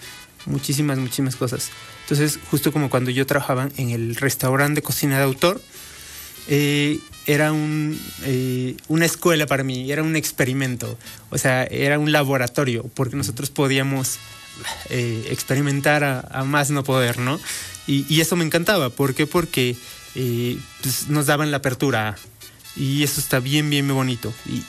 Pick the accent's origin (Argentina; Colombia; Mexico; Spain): Mexico; Puebla; Yo vengo de la Sierra Poblana Mixteca, o sea, muy cerca de Oaxaca.